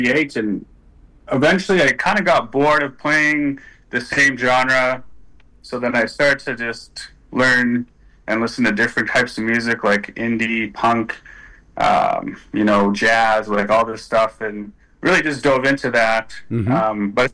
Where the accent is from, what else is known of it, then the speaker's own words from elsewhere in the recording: Orange, Saskatchewan, Canada; I'm originally from Orange, Saskatchewan, Treaty 6 territory.